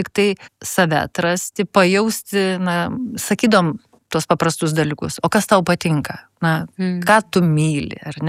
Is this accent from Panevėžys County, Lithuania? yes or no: no; Kaunas, Kaunas County, Lithuania; also born or lived in Vilnius; Aš kaunietė, Kaune, ant asfalto.